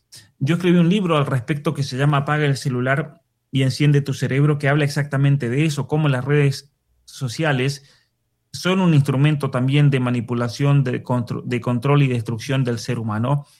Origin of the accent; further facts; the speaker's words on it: Spain; Y esto lo digo con mucho dolor porque yo también soy español, familia de España